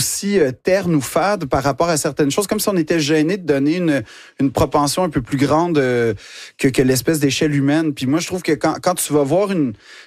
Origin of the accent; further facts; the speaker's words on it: Quebec, Canada; now in France; Donc, en fait, je ne suis pas un Français. Je suis un Québécois qui est en France.